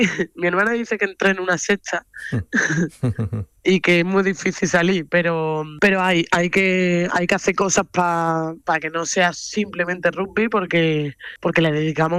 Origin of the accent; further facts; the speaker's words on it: Seville, Andalusia, Spain; Ana Peralta y yo, que somos Sevillana. Las dos de Sevilla.